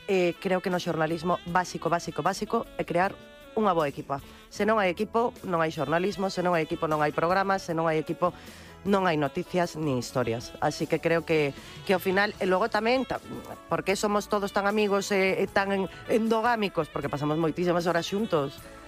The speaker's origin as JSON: {"language": "Galician", "town": "Cedeira", "region": "Galicia", "country": "Spain", "said": "sí, sí, sinto moita honra por Ferrol, sí, pero... pero son de Cedeira."}